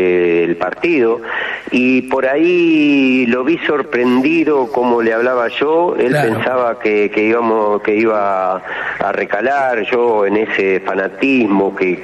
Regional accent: Argentina; nosotros los argentinos

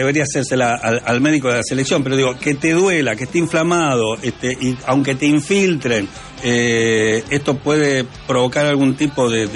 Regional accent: Lomas de Zamora, Buenos Aires Province, Argentina; voy a hablar de la gente de Loma de Zamora, mi gente, mi pueblo.

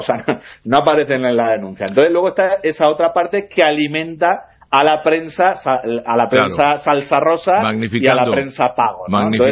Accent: Elda, Valencian Community, Spain; moved away as an adult; now in Madrid, Spain; cuando regreso a Elda, a mi pueblo, donde nos atacan, donde me revientan, de donde me tengo que ir y donde estuve viviendo hasta hace muy poquito que me he mudado a Madrid.

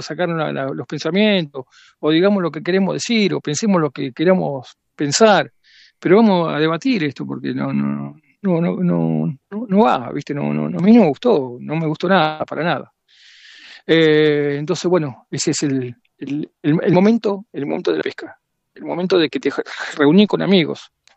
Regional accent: Argentina

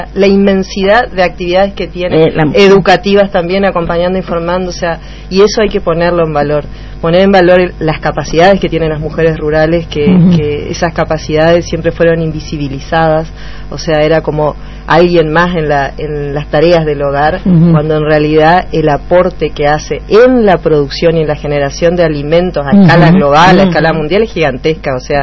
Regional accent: El Sauzalito, Chaco, Argentina; con orgullo me considero norteña, como digo, y de Sausalito, del Impenetrable

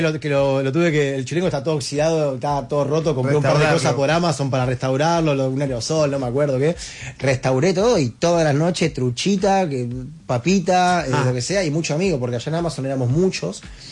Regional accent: Argentina; moved away as an adult; also born or lived in Barcelona; Le digo, soy argentino, me está mostrando una terraza con parrilla, acabo de llegar a España.

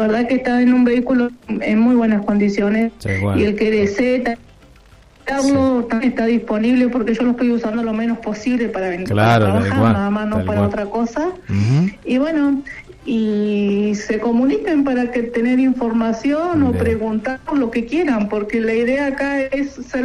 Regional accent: San Martín de los Andes, Neuquén, Argentina; yo soy nacida y criada en San Martín de los Andes

